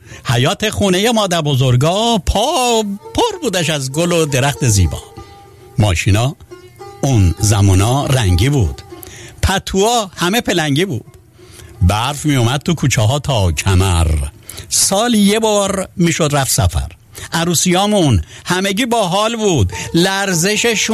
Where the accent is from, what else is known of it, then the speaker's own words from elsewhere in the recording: Iran; born there; moved away; یاد ایران به خیر، یاد زادگاهمون به خیر،